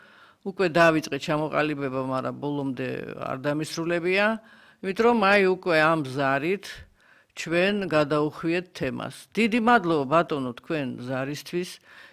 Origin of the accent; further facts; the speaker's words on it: Sukhumi, Abkhazia, Georgia; moved away; მე პოლიტიკოსი ვარ, სოხუმიდან ვარ გამოდევნილი ადამიანი.